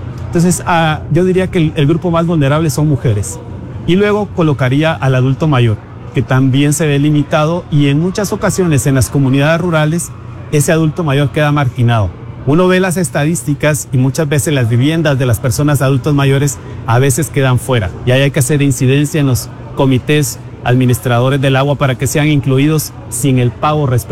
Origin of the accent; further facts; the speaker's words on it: San Agustín Acasaguastlán, El Progreso, Guatemala; Personalmente soy de San Agustín a Casahuastlán